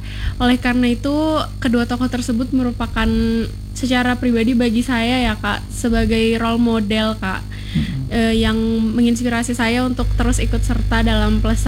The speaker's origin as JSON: {"language": "Indonesian", "town": "Palangka Raya", "region": "Central Kalimantan", "country": "Indonesia", "tie": "born or raised there", "said": "namun saya merupakan anak dari suku Dayak Kalimantan Selatan. Namun saya lahir dan besar di Kota Palangkaraya."}